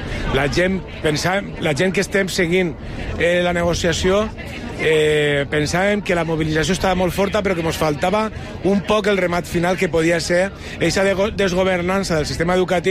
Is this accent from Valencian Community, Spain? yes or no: yes; Benicarló, Valencian Community, Spain; moved away; O d'altres comarques no tan centrals, com pel Maestrat, jo soc de Benicarló